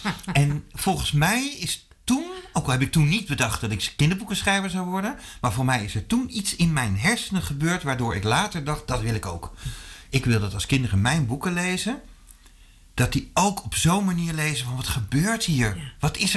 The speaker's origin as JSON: {"language": "Dutch", "town": "Zutphen", "region": "Gelderland", "country": "Netherlands", "tie": "born or raised there", "said": "dat was in Zutphen, waar ik vandaan kom."}